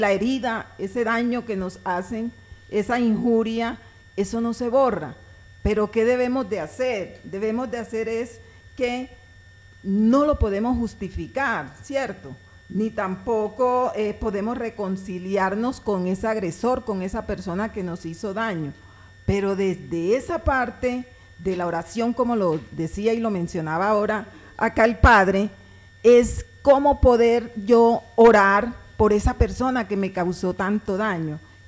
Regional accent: Urabá, Colombia; Yo soy del Urabá

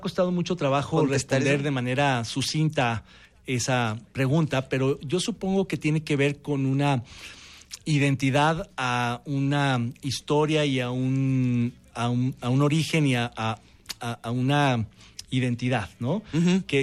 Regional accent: Mexico; Cuando estoy afuera, sí me he, digamos, cachado a mí mismo, sintiéndome como muy mexicano

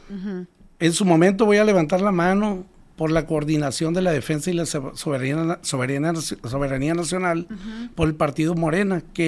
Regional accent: Navolato, Sinaloa, Mexico; yo soy de Navolato, soy residente, mi residencia efectiva en Navolato

